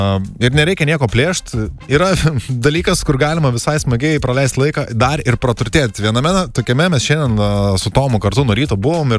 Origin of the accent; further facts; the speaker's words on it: Šilalė, Tauragė County, Lithuania; Aš iš Šilalės